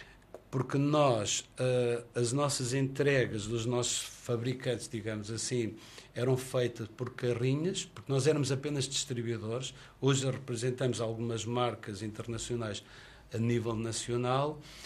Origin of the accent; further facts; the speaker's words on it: Covilhã, Centro, Portugal; eu sou do Conselho da Covilhã